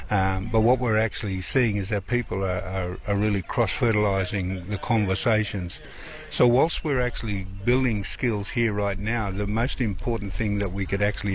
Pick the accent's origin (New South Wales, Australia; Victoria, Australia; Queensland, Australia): New South Wales, Australia; Armidale; born there; I belong to the Dangati Goombangi people, mid-north coast New South Wales, and I was born in Armidale.